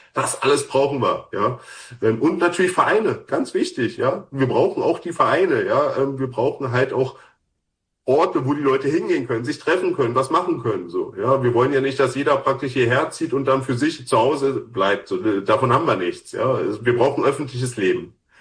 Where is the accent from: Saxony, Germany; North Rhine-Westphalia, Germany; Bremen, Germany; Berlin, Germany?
Berlin, Germany; ich sag jetzt mal, als Berliner, der ja nur Berlin und sein Speckgürtel kennt